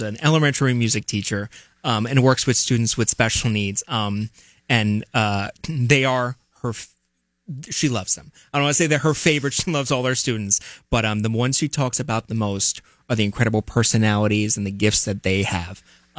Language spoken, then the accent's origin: English; Long Island, New York, United States; I mean, as I told you in the break, I mean, I'm from Long Island, a small place, but...